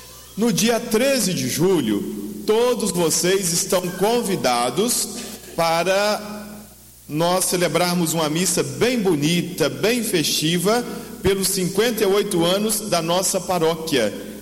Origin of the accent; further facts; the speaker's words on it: Brazil; nós somos brasileiros, né?